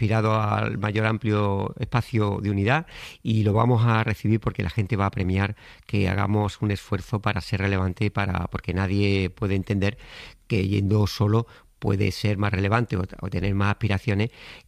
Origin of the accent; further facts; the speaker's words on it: Andalusia, Spain; Bueno, yo soy más andaluz y más de pueblo que las amapolas